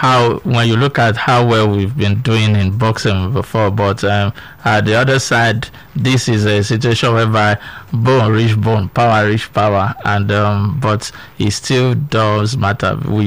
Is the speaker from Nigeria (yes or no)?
yes; Nigeria; for us being Nigerian